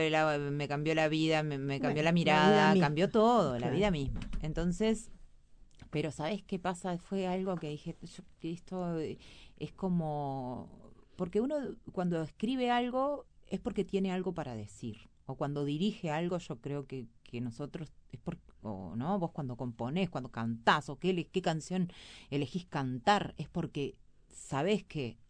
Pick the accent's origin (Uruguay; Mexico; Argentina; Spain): Uruguay; Montevideo; yo me crié, en la Cruz de Carrasco, uh-huh. zona roja, uh-huh. un barrio sumamente humilde y que había absolutamente de todo.